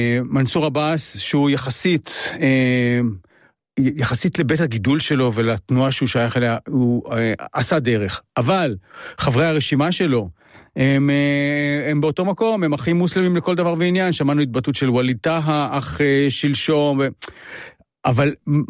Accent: Jerusalem, Jerusalem District, Israel; אני, אתה יודע, אני ירושלמי. אני נתקלתי בשנאה, אני נתקלתי בשנאה החרדית עוד בילדותי.

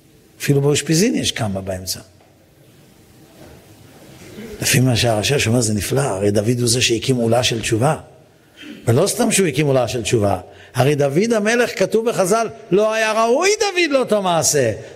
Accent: Netanya, Central District, Israel; אני גדלתי בנתניה, עיר שרובה סוסים. היו לנו המון סוסים בנתניה.

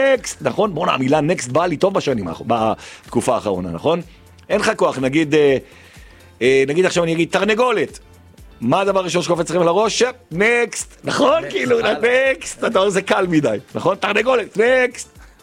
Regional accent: Jerusalem, Jerusalem District, Israel; 200 בקשות שירים, אני ירושלמי, 200, לי מותר לכם, אתם תגידו 200, אני 200.

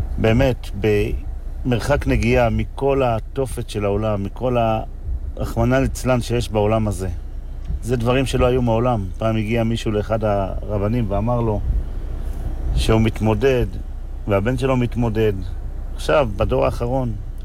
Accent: Safed, Northern District, Israel; בתור ילד שגדל בצפת

